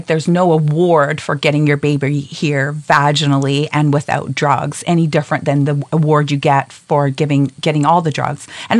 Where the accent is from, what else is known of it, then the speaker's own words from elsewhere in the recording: Newfoundland and Labrador, Canada; moved away; I grew up in a small town that wasn't connected to the mainland in Newfoundland.